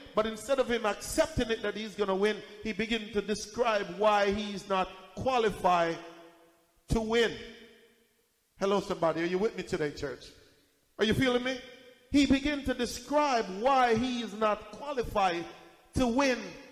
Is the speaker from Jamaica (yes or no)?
yes; Jamaica; I'm from Jamaica. I am the least likely person in my family.